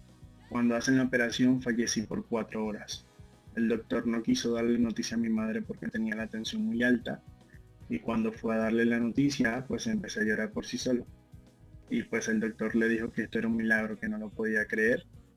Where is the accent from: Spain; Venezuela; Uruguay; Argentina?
Venezuela; yo soy un joven de 21 años, soy venezolano, ¿vale?